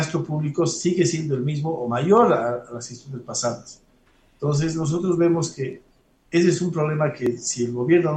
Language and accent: Spanish; Bolivia; nosotros como bolivianos